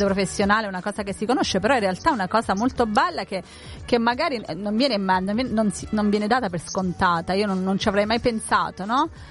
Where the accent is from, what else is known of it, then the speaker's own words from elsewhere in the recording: Pescara, Abruzzo, Italy; Io sono di Pescara